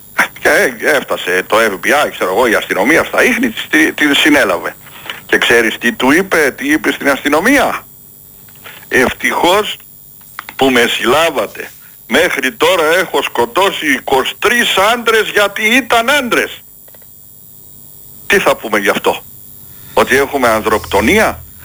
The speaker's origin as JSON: {"language": "Greek", "town": "Veltsista", "region": "Epirus", "country": "Greece", "tie": "born or raised there"}